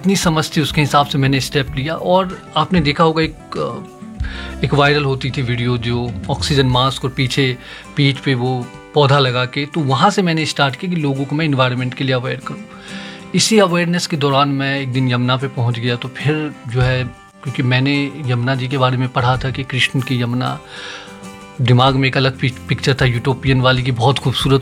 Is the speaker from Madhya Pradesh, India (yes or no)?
no; Bihar, India; now in Delhi, India; मैं बिहार से बिलोंग करता हूँ, मैं जब दिल्ली आया